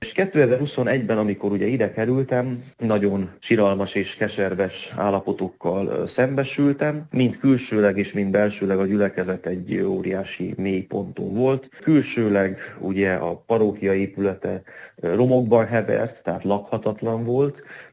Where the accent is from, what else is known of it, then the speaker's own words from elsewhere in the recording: Carei, Satu Mare County, Romania; moved away as an adult; now in Nyírmártonfalva, Hungary; én a Páciumban nőttem fel, Nagykárolyban.